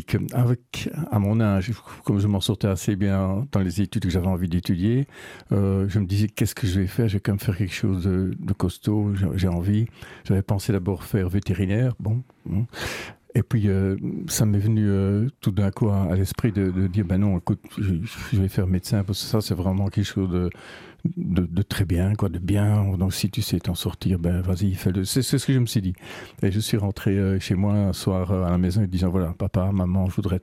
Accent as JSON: {"language": "French", "town": "Hasselt", "region": "Flanders", "country": "Belgium", "tie": "born or raised there", "also_born_or_lived": "Landen / Brussels", "said": "mon papa étant militaire, donc j'ai grandi à Hasselt, Landen, Bruxelles."}